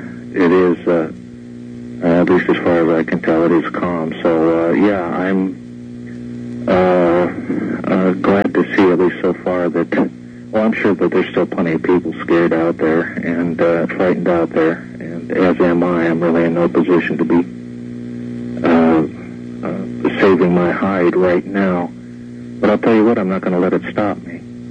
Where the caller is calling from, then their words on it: Phoenix, Arizona, United States; I'm calling from Phoenix.